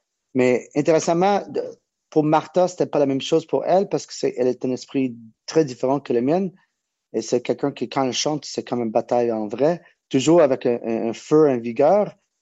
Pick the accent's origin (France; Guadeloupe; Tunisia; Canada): Canada; also born or lived in California; J'ai pas de mémoire, fait que c'est difficile de dire que je suis américain. C'est un peu bizarre pour moi parce que j'étais grandi au Canada.